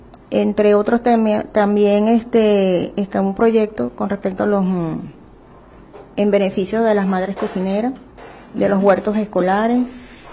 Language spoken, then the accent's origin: Spanish; Venezuela; Les llegó la inquietud de que a veces nosotros como venezolanos no conocemos nuestra cultura.